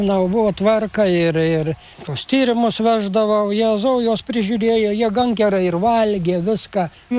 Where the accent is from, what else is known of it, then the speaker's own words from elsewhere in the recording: edge of Kelmė district, Šiauliai County, Lithuania; now in Šaukėnai, Lithuania; augau mamos Aušvijoje.